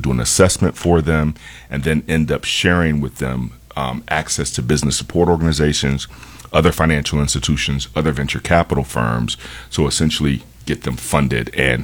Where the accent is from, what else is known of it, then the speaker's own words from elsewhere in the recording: Chicago, Illinois, United States; I grew up in Roseland, man.